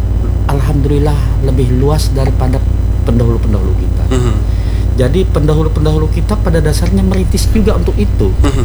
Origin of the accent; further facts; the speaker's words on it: Bakumpai area, Indonesia; Kita orang suku Dayak Bakumpai ini memiliki toleransi yang luar biasa.